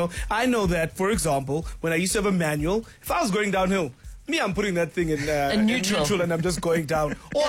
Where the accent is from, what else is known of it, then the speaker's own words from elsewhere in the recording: Durban, KwaZulu-Natal, South Africa; I'm from Durban.